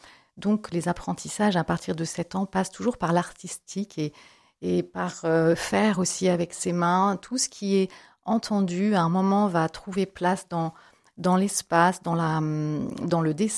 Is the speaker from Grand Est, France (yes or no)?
yes; Grand Est, France; moved away; also born or lived in United States; je suis issue de la Champagne et d'une famille de vignerons.